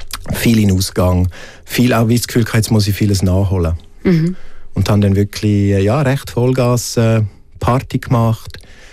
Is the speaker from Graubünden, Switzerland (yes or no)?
yes; Graubünden, Switzerland; now in Zürich, Switzerland; als ich dann weg bin aus dem Engadin, als ich dann auf Zürich bin.